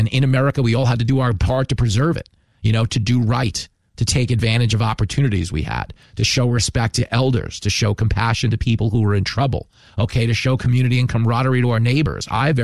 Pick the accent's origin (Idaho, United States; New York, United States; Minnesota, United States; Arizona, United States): New York, United States; Levittown; You know, I grew up in Levittown. It was the first World War II community built for American GIs returning home. So I grew up, everybody in my community was a veteran.